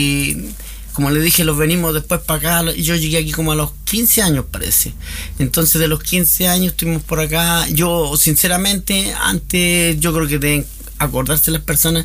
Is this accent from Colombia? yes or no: no; Lota, Biobío, Chile; born there; moved away; Yo, como le dije, nací en Lota, en Espaillón 56, casa 270